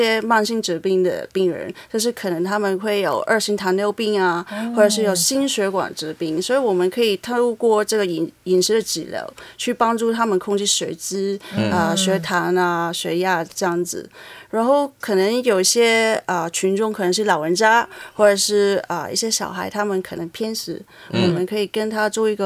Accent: Hong Kong; 广东曲，因为我是香港人嘛

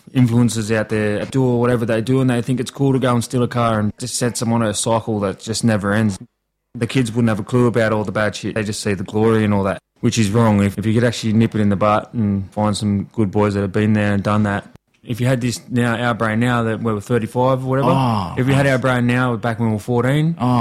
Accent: Maroubra, New South Wales, Australia; I'm a proud Dungutty man. I grew up getting around Maroubra and that. All my cousins and stuff like that are all up at Kempsey.

